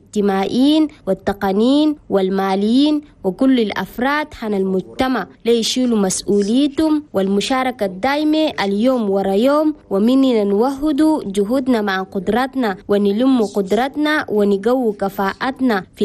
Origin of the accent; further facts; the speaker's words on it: Chad; وبلا شك السخافة هم بلدنا تشاد المعروفة بيا في العالم